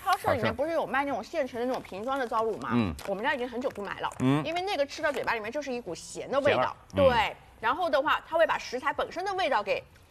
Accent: Shanghai, China; 我们上海人都喜欢吃冷的，

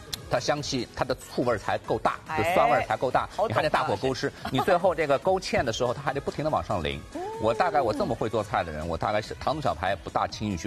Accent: Shanghai, China

